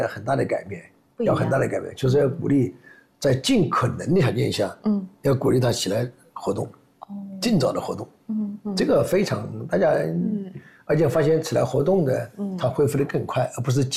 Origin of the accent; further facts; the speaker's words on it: China; 这是我们中国人的常态，不知道在忙什么。